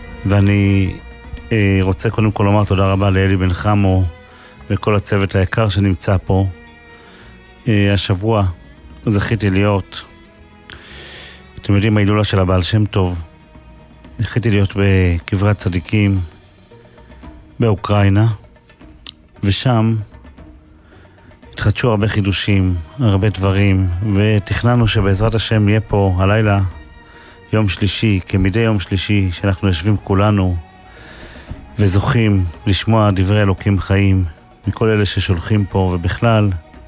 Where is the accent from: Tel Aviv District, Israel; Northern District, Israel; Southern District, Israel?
Northern District, Israel; Safed; קבור בצפת ברחוב לוחמי הגטאות. שם גדלנו